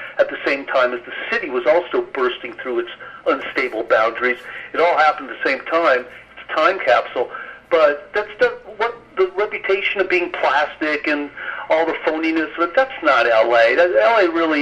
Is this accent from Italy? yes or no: no; Los Angeles, California, United States; But growing up in Los Angeles